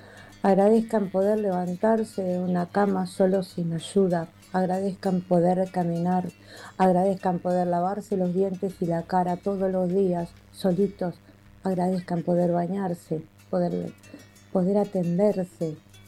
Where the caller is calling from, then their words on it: Santa Clara, Argentina; de Santa Clara.